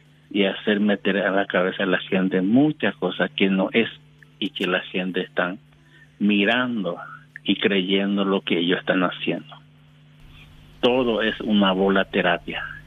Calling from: Ciudad del Este, Alto Paraná, Paraguay; Yo le estoy llamando desde Ciudad Este

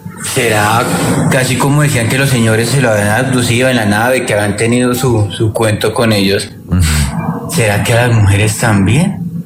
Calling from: Bogotá, Colombia; Aquí desde Bogotá.

